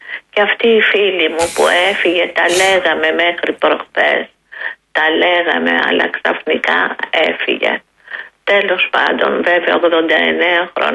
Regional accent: Perissos, Attica, Greece; now in Neo Irakleio, Greece; Εγώ μεγάλωσα στον Περισσό.

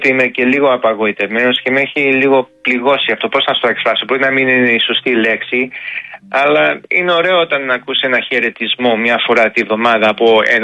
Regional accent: Ithaca, Ionian Islands, Greece; στην Ιθάκη, στο νησί μου δεν υπάρχει παιδαγωγός, δεν υπάρχει γιατρός, ούτε για δείγμα.

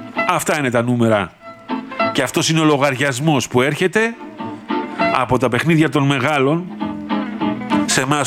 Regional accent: Greece

